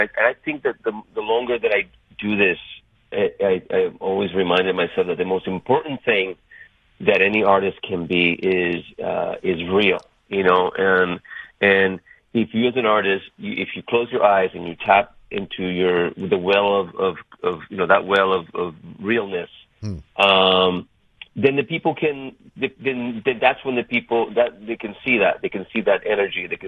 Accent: Puerto Rico; moved away; also born or lived in Bridgeport, Connecticut, United States; I'm Puerto Rican, and I, although I was born in Bridgeport, Puerto Rico, USA, that's actually Bridgeport, Connecticut, and I was raised in Puerto Rico.

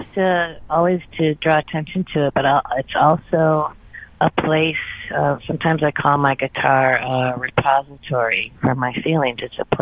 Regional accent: Wisconsin, United States; also born or lived in Boston; now in Easthampton, United States; I moved to Boston first from Wisconsin, where I grew up

